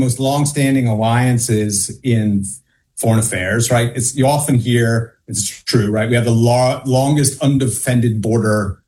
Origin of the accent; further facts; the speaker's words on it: United States; now in Canada; So so let me just say, as I mentioned, I'm an American, and I've only been here for 2 years.